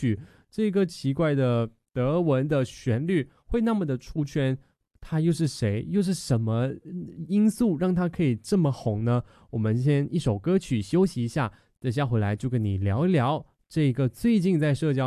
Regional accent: Malaysia; 因为呢每一年每一次的这些暑假啊、假期啊、寒假啊，我们都一定会回马来西亚，一定会回我们的家乡

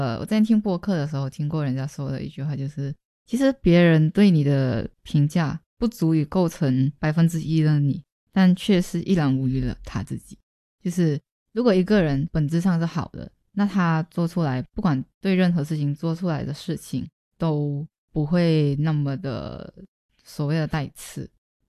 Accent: Malaysia; moved away as an adult; now in Taiwan; 就是在台湾，我在追逐着我的梦想。然后周围在台湾也有一些朋友，然后回到马来西亚的话，也有我的家人。

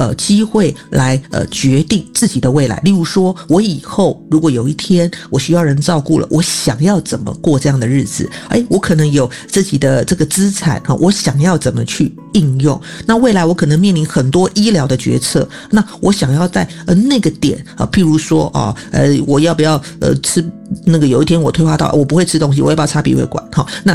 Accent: Taiwan; 我们台湾人

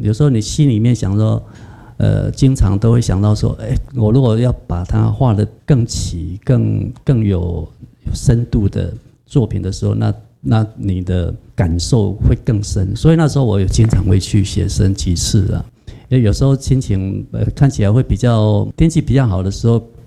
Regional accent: Chiayi, Taiwan; also born or lived in Yunlin; now in Nantou, Taiwan; 我本身是嘉义人，我又有一段时间又在云林，那有时候到最后又跑了到南投这边

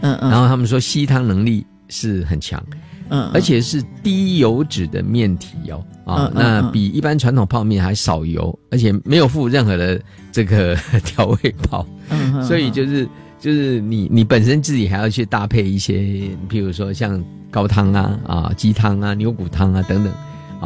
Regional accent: Taiwan; 我在台湾长大

